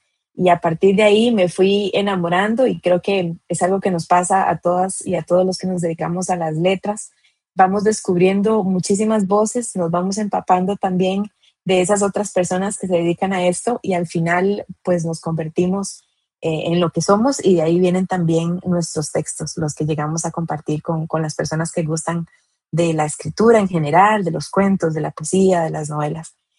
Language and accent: Spanish; Costa Rica; soy de Costa Rica, tengo 39 años